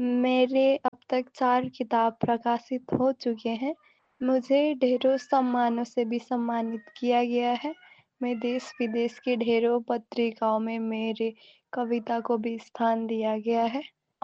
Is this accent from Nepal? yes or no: yes; Kathmandu, Bagmati, Nepal; मैं काठमांडू नेपाल से हूँ।